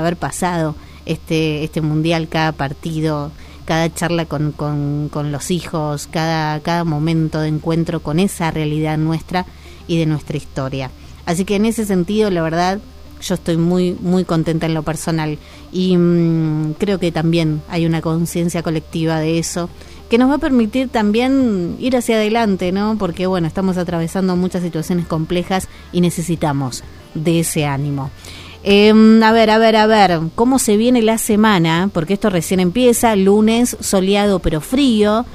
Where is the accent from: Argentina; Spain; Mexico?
Argentina; En nuestra forma de ver el mundo como argentinos y argentinas